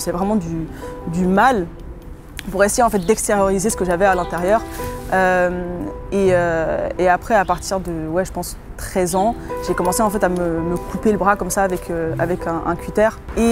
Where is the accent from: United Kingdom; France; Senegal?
United Kingdom; England; also born or lived in Switzerland; J'ai grandi un peu en Angleterre, un peu en Suisse.